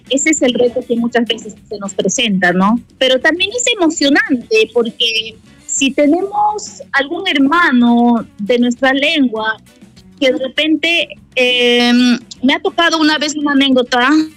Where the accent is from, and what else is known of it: Awajún area, Peru; Spanish is a second language